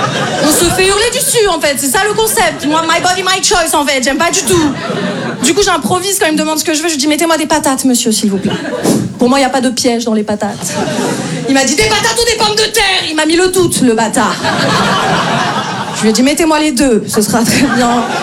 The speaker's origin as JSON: {"language": "French", "town": "Paris", "region": "Île-de-France", "country": "France", "said": "moi je viens de Paris."}